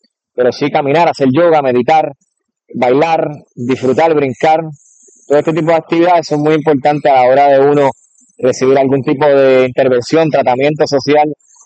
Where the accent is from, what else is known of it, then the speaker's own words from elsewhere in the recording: Toa Alta, Puerto Rico; Creo que se me olvidó decir que soy de Toa Alta.